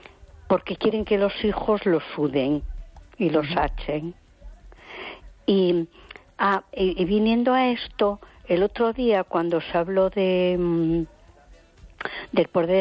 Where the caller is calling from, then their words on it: A Coruña, Galicia, Spain; de Coruña.